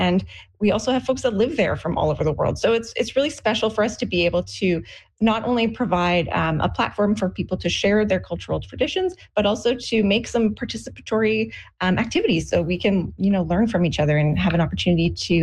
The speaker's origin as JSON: {"language": "English", "country": "Canada", "said": "I think that one of the coolest things about being Canadian is our multicultural identity. I love how growing up with people from all over the world"}